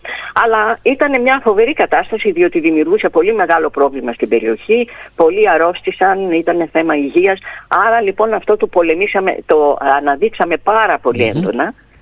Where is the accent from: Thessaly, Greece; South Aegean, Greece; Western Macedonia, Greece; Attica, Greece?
South Aegean, Greece; Patmos; moved away as an adult; now in Ikaria, Greece; θα με διώξει από το νησί μου.